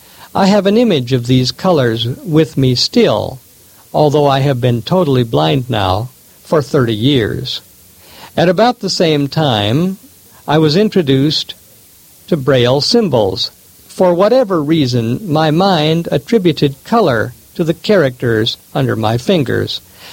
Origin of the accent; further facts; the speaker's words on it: Midwest, United States; I grew up in the Midwest, a place where there is plenty of space.